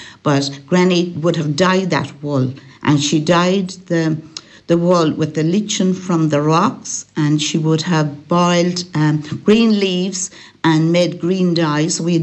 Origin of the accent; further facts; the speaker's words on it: Connacht, Ireland; also born or lived in Tuam; Yes, I'm a Galway girl. I was born in Tuam and I grew up in Bundarrachaleen in County Galway, which actually is inside the border of Mayo.